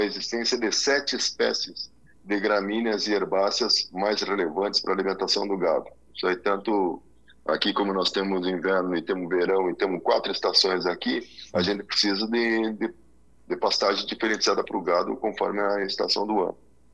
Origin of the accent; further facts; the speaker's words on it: Rio Grande do Sul, Brazil; Nós somos gaúchos.